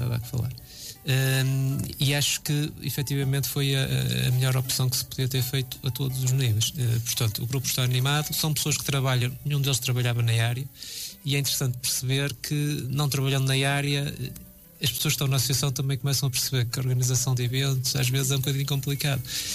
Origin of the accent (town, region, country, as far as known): Lamego, Norte, Portugal; now in Paredes, Portugal